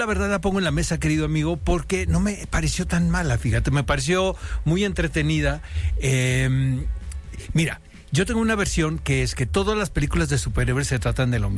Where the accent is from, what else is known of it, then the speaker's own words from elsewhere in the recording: Argentina; Somos argentinos.